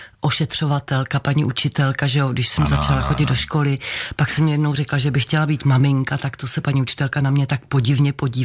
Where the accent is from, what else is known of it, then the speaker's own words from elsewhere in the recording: Karlovy Vary, Karlovy Vary Region, Czechia; also born or lived in Cheb; porodnice byla Cheb. Já jsem v Chebu potom vlastně nikdy nebydlela, nežila. Ale podstatnou část dětství a mládí jsem prožila v Karlových Varech